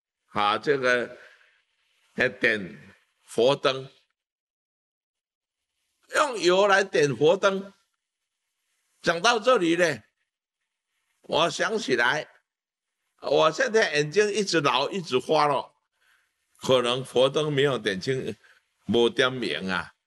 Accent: China; 我们中国人还是重视伦理，所以世界四大文明只有中华民族的文明没有灭

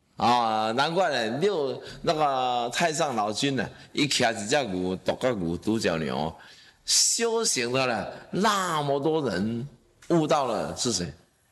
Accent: Taiwan; 好，我是台湾人，好，我没怕不给你啊。

